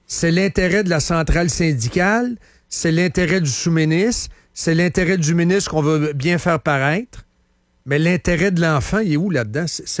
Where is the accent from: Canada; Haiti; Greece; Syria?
Canada; Shawinigan, Quebec; born there; Quand j'étais jeune au séminaire à Shawinigan.